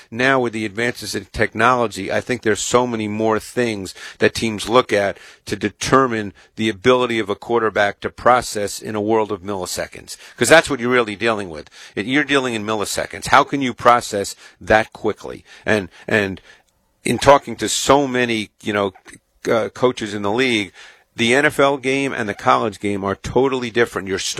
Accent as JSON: {"language": "English", "town": "Queens", "region": "New York", "country": "United States", "tie": "born or raised there", "said": "I know you're a Florida girl, but I grew up in Queens, and not a lot of high schools in New York City have football."}